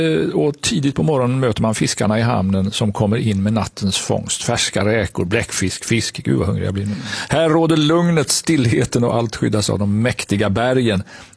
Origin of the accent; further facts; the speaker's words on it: Malmö, Skåne, Sweden; born there; Jag är född i Malmö.